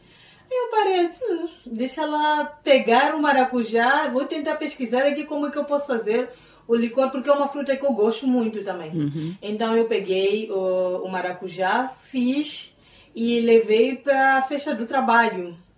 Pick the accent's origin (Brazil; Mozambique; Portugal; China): Mozambique; Songo, Tete; nasceu na Vila de Songo, em Caurabaça. Eu passei toda a minha infância no Songo e adolescência. Eu vim para estudar, fiz a universidade aqui e acabei arranjando um trabalho aqui e moro aqui já desde 2010, permanentemente.